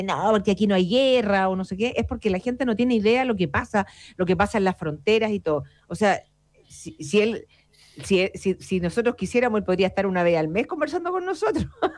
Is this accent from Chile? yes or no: yes; Chile; no solo para Chile, para todos los países, pero nosotros somos chilenos, por lo tanto nos importa eso.